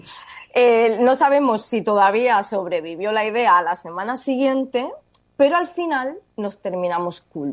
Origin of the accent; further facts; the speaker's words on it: Tenerife, Canary Islands, Spain; todavía con calor aquí en Península, sí, a puntito de volver a Tenerife, a mi tierra